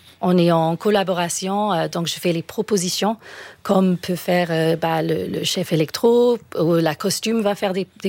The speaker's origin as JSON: {"language": "French", "country": "United Kingdom", "second_language": "French", "said": "Moi, je ne sais pas si vous avez entendu mon petit accent, je suis britannique à la base."}